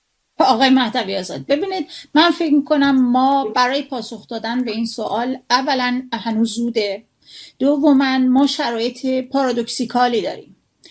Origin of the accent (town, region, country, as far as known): Iran